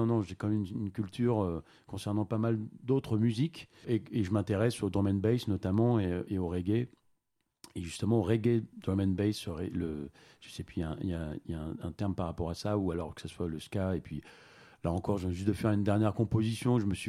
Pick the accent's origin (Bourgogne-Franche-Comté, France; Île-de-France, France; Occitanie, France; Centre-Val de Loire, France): Centre-Val de Loire, France; Chartres; comme je suis originaire de Chartres